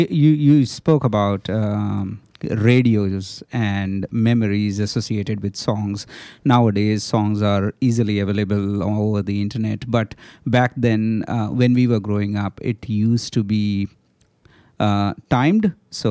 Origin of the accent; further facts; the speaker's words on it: India; now in Australia; we were in India and we are here.